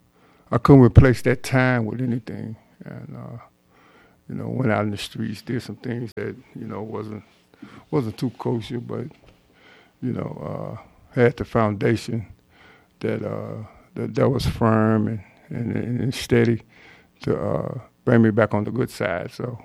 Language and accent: English; Monroe, Louisiana, United States; I grew up in the toughest part of Monroe, Louisiana. Mm-hmm. So I'm from Louisiana.